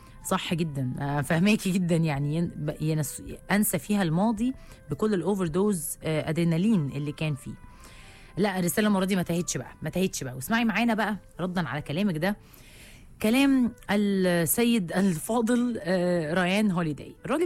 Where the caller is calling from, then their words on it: Alexandria, Alexandria Governorate, Egypt; من اسكندريه